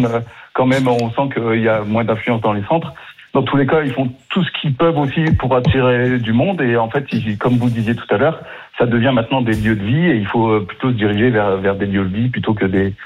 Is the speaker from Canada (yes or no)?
no; Calais, Hauts-de-France, France; born there; moi, je suis né à Calais, exactement.